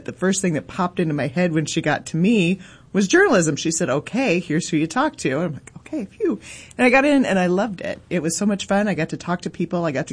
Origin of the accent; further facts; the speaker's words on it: Spokane, Washington, United States; I am from Spokane, Washington. My family moved here when I was four. I attended Spokane schools. I went to Ferris High School.